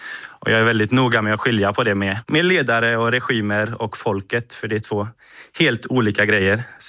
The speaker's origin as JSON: {"language": "Swedish", "town": "Kungshamn", "region": "Västra Götaland County", "country": "Sweden", "tie": "born or raised there", "moved": "as an adult", "lives_now": "Stockholm, Sweden", "said": "Så jag är faktiskt uppväxt på Kungshamn. Så jag har bott där sedan jag var 5 år egentligen. Och så uppväxt där"}